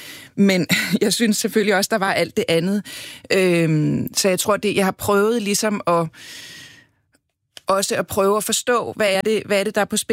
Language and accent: Danish; Copenhagen, Capital Region of Denmark, Denmark; Jeg er opvokset på Christianshavn, hvor, kan man sige, den venstrefløj jo især også holdt til.